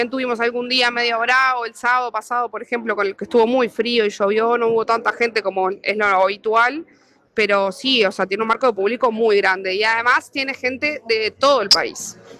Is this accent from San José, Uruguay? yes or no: no; Sauce, Canelones, Uruguay; Nosotros somos de Sauce, estamos por ruta 107, saliendo de Sauce